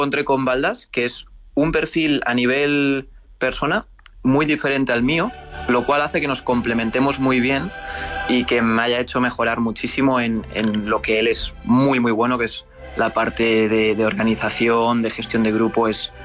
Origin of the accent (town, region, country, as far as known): Spain